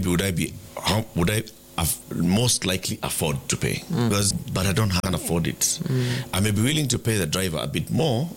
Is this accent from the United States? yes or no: no; Kenya; Because I am Kenyan